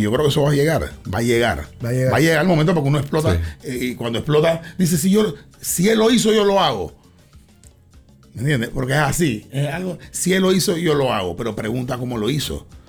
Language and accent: Spanish; Panama; nosotros tenemos un acento en Panamá porque nosotros escuchamos otra película.